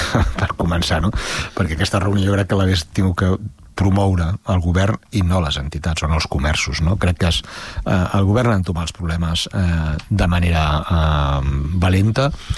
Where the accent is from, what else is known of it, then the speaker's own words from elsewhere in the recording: Molins de Rei, Catalonia, Spain; aquesta flama que es diu Molins de Rei. Crec que som la Gàlia de Baix Llobregat, som un poble doncs, absolutament diferent a tot el que tenim al nostre entorn